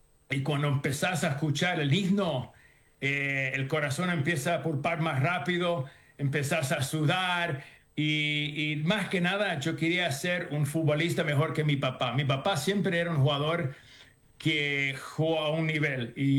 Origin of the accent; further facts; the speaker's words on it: Argentina; Soy argentino.